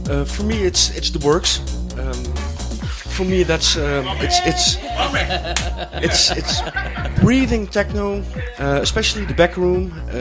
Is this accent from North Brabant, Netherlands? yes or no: yes; Eindhoven, North Brabant, Netherlands; And then the best club back home would be the FNR in my hometown, Eindhoven.